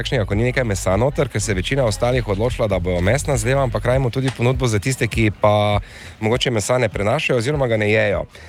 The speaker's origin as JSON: {"language": "Slovenian", "town": "Maribor", "region": "Styria", "country": "Slovenia", "said": "Ker smo vsi Mariborčani, vsi smo Štajerci, vsi smo Slovenci"}